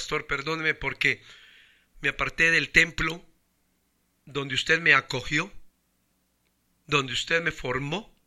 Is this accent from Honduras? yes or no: yes; Honduras; cuando yo salí de Honduras la primera vez, vi Toncontín como, oh my God, hasta en inglés le hablo, ¿va? Señor, qué aeropuerto tan bello.